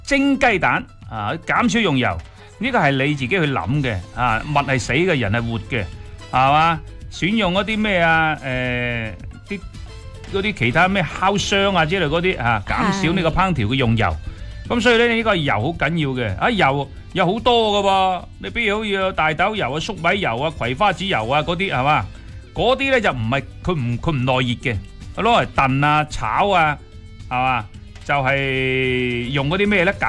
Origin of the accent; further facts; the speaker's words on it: Guangdong, China; 我哋广东人不嬲都系比较过多啊